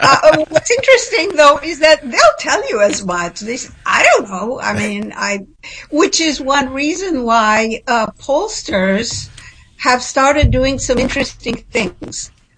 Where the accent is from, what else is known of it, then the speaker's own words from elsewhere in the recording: Washington, District of Columbia, United States; I come from Washington, D.C.